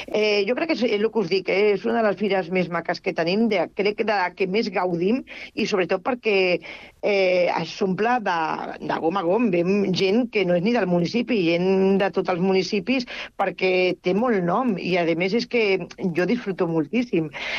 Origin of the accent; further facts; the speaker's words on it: Catalonia, Spain; jo soc catalana, i per tant també és compatible que sóc espanyola